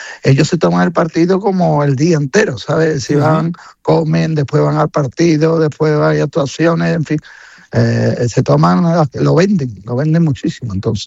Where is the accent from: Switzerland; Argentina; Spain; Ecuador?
Spain; Para que nadie se enfade de la pasión roja española, porque somos españoles